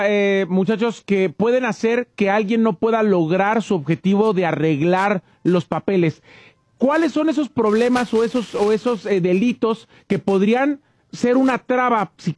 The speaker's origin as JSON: {"language": "Spanish", "country": "Mexico", "moved": "yes", "said": "para toda la gente que somos ahí de otro país porque venimos de México"}